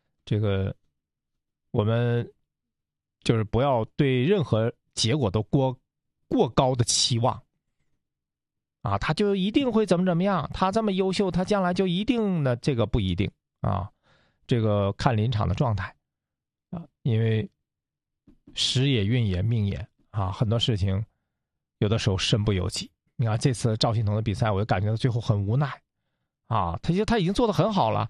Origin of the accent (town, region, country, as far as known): China